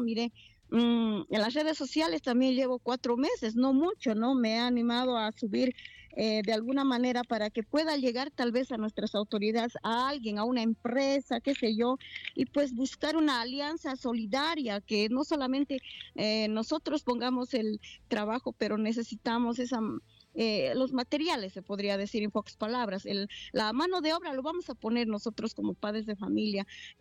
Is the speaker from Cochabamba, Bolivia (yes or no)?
no; Sucre, Chuquisaca, Bolivia; moved away as an adult; now in Chuquisaca, Bolivia; Yo soy de Sucre